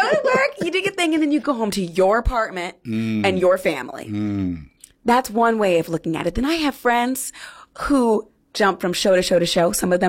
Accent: Fresno, California, United States; My hometown hero … she has six Tonys and she's from Fresno, California. I see it and she's black like me.

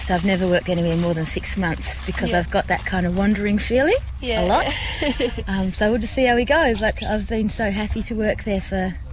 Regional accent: Tasmania, Australia; Oh, because I'm from Tassie, yeah.

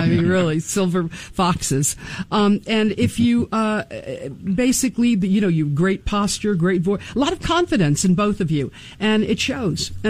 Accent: Miami, Florida, United States; moved away as an adult; I'm from Miami, Florida, originally.

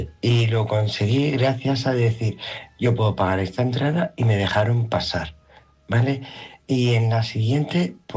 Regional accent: Spain; Perdona, yo, gracias a Dios, soy española.

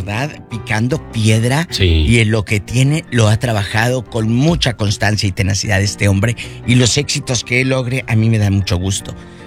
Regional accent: Matamoros, Tamaulipas, Mexico; Estaba viendo un artículo de allá en mi tierra, de Matamoros

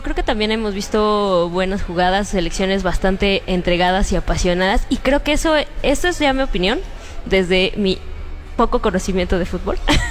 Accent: Mexico; Pero ¿sabes qué? Somos mexicanos.

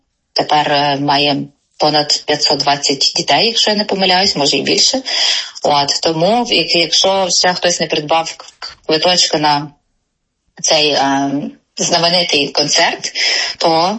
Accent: Ternopil Oblast, Ukraine; now in Mississauga, Canada; я сама родом з Тернопільщини, а тепер живу і працюю в Міссісага

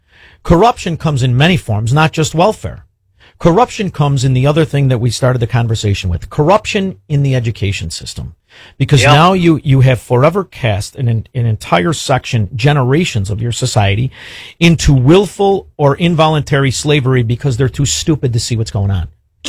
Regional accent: Chicago, Illinois, United States; We're from Chicago that celebrated stealing the presidential election since 1960.

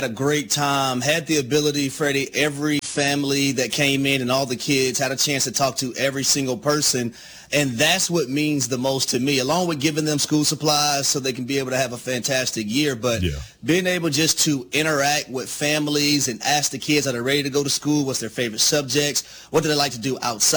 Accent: Jonesboro, Georgia, United States; we grew up in Jonesboro, Georgia, in Clayton County

